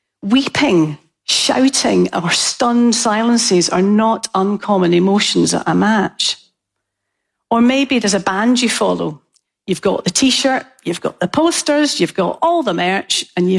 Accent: Scotland, United Kingdom; I'm Scottish and a bargain hunter

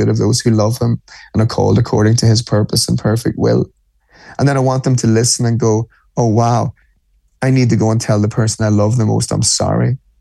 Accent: Ireland; So I'm an Irishman, right? So I speak Irish, not fluently, but no, Gaelic.

